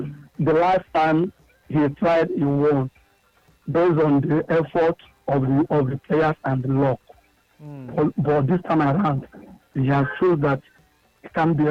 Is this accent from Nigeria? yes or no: yes; Ijesha, Osun, Nigeria; from Ijesha.